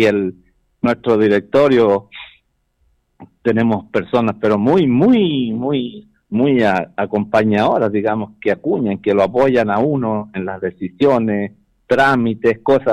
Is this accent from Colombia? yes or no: no; Chile